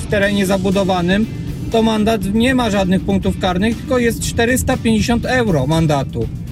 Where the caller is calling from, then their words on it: Netherlands; akurat tutaj przebywam już rok